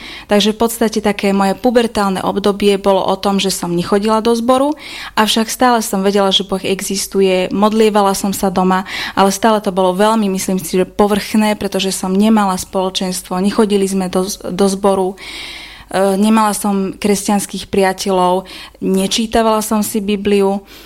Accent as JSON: {"language": "Slovak", "region": "western Slovakia", "country": "Slovakia", "said": "pochádzam zo západného Slovenska, mám 24 rokov"}